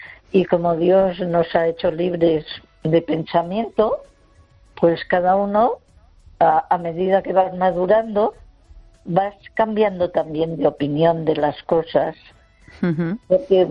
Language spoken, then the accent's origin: Spanish; Lugo, Galicia, Spain; Buenas noches